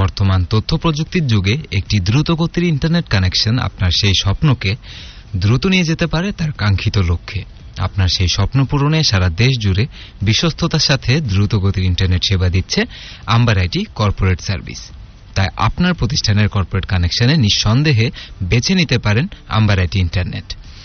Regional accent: Sylhet Division, Bangladesh; প্রথম ক্লু ছিল আমি … আর দ্বিতীয় ক্লু ছিল আমি সিলেটি।

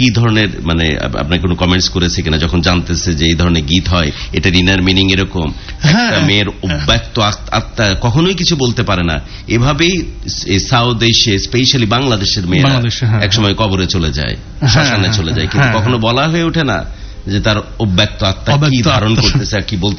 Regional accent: Bangladesh; একজন বাঙালি হিসাবে বা একজন বাংলাদেশি হিসাবে।

